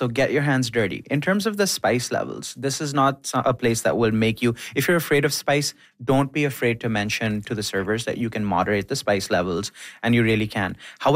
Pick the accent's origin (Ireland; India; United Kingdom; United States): India; moved away; I have a very high bar for Indian food. I am from there. I grew up there.